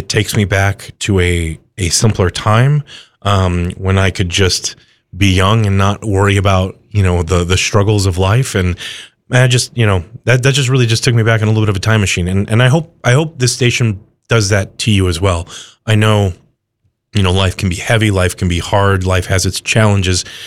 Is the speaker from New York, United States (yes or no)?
no; Illinois, United States; now in Oklahoma City, United States; I grew up right outside Chicago, and that's a hub